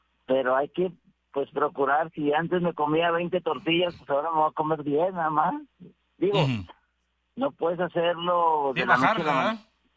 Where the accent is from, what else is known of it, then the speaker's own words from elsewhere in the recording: Monterrey, Nuevo León, Mexico; yo soy de Monterrey y en Monterrey no puedes